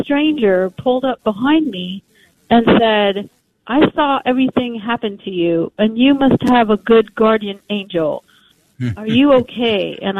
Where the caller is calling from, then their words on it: Dallas, Texas, United States; Here in Dallas, we have a big freeway, 635